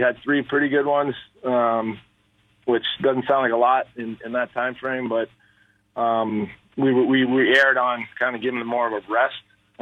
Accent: Ottawa, Ontario, Canada; born there; I was born in Ottawa. I didn't spend any time there.

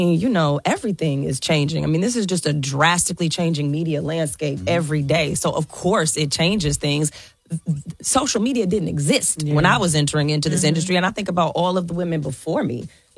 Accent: Kansas City, United States; moved away; people who I grew up with in Kansas City

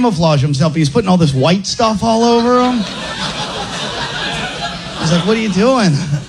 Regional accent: New York City, New York, United States; It just freaks me out a bit because I'm from New York City where everybody's different colors.

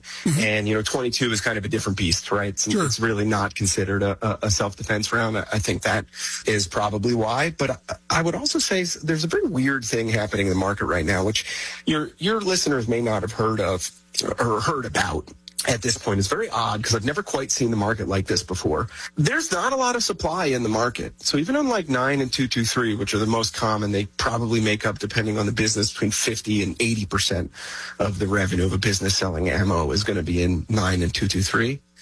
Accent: Pennsylvania, United States; born or raised there

